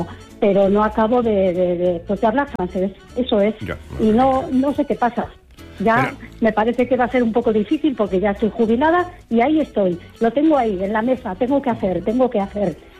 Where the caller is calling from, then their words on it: Bilbao, Basque Country, Spain; Bueno, yo soy de Bilbao.